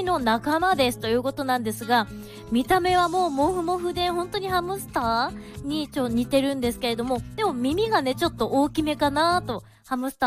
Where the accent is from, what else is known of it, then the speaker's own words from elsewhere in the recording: Sendai, Miyagi, Japan; 仙台出身シンガーソングライターで聞き酒師、